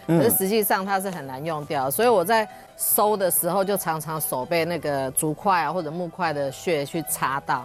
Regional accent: Taiwan; 我们台湾人

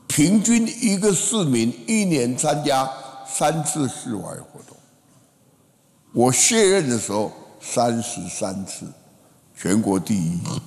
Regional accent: Taichung, Taiwan; 我们台中比漂亮比不上台北，比性感比不上高雄，我们就做最有气质的女人。

